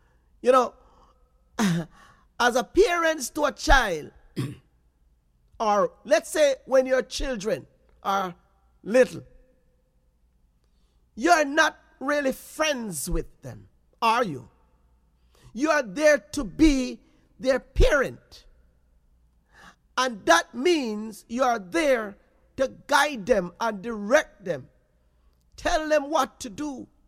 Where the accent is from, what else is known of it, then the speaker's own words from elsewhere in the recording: Jamaica; as a Jamaican, yes, there are days then we as parents, when our parents was growing up, and we as children, we would listen to the elders in our community